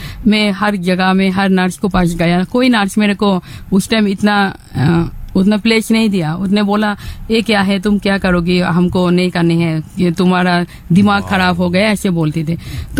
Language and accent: Hindi; Bangladesh; Hindi is a second language; हाँ, मैं क्या है, मैं बांग्लादेश से हूँ, लेकिन मैं जब छोटा था तब मेरा फादर सिबलिंग जी ने।